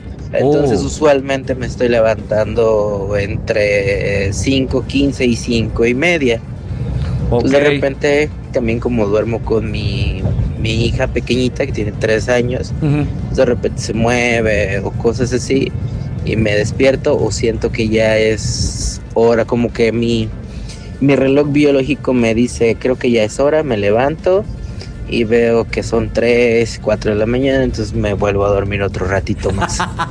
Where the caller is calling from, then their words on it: Cuernavaca, Morelos, Mexico; te escucho desde Cuernavachis.